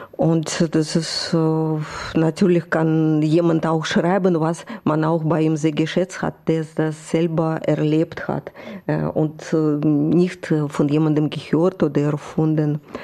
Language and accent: German; Saint Petersburg, Russia; Das ist St. Petersburg, meine Heimatstadt.